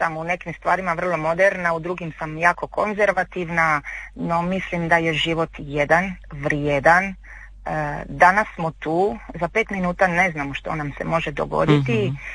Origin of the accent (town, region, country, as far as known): Croatia